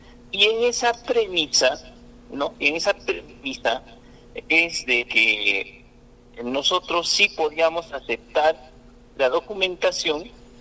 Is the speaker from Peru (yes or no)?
yes; Chalhuahuacho, Apurímac, Peru; para que nuestros hermanos puedan gozar de estos servicios y puedan vivir dignamente como peruanos y como buenos chalhuachinos.